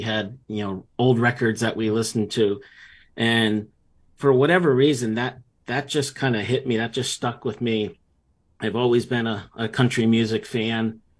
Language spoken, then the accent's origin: English; Connecticut, United States; a person growing up in Connecticut, far away from Nashville, far away from the South